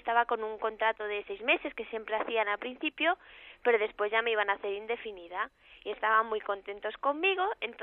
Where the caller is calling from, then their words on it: Barcelona, Catalonia, Spain; Llamo desde Barcelona.